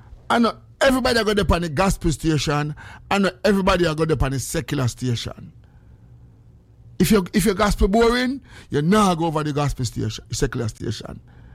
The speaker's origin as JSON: {"language": "English", "country": "Jamaica", "said": "I am Jamaican, Freedom Street, Mount Raya sent and big up, thank you, bless up, big up Jamaica"}